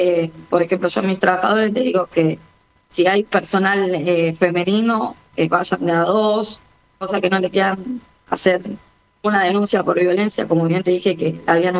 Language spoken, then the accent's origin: Spanish; Argentina; nosotros, como República Argentina